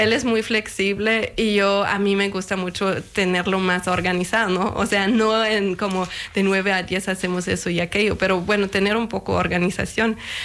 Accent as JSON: {"language": "Spanish", "country": "Germany", "said": "Pues, o sea, para mí como alemana, en todas las fiestas hay una piñata que rompen los niños y salen los dulces, ¿no?"}